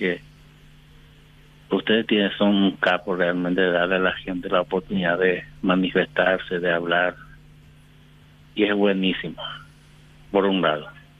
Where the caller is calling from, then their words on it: Ciudad del Este, Alto Paraná, Paraguay; Yo le estoy llamando desde Ciudad Este